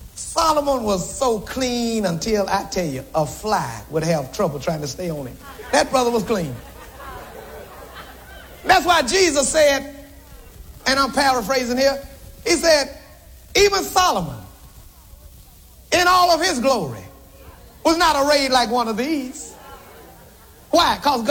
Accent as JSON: {"language": "English", "town": "Stony Hill", "region": "Saint Andrew", "country": "Jamaica", "said": "I'm from Stony Hill."}